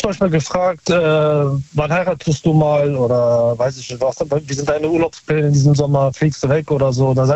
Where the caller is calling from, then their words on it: North Rhine-Westphalia, Germany; Aus Nähe Köln.